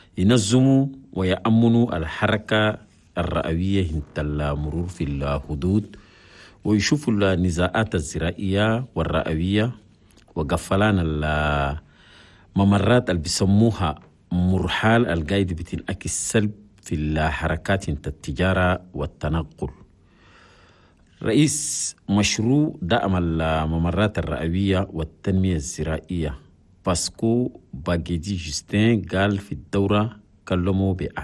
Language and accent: Arabic; Chad; في بلدنا تشاد